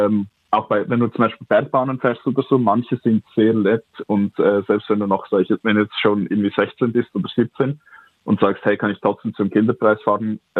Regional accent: Lucerne, Switzerland; now in Zurich, Switzerland

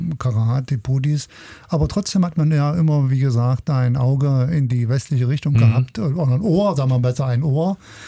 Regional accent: Aschersleben, Saxony-Anhalt, Germany; ich wurde in Aschersleben groß und bin aufgewachsen.

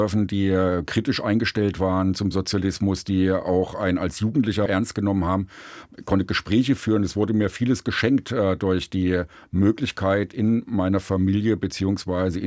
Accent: Suhl, Thuringia, Germany; Als Motorenstadt habe ich das meine Heimatstadt Suhl nicht wahrgenommen. Ich bin aufgewachsen in den 80er Jahren. Suhl war ein urbanes Zentrum. Wir hatten 55.000 Einwohner.

